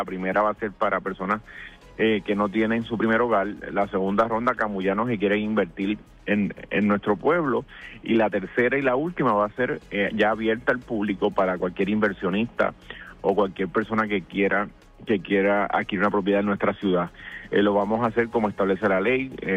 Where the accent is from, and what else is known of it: Puerto Rico